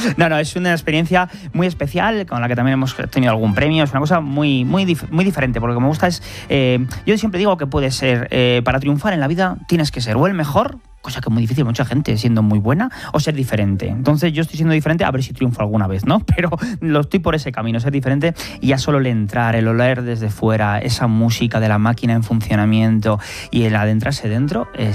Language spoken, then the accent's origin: Spanish; Tizneros, Castile and León, Spain; Yo soy de Tizneros, un pueblo de Segovia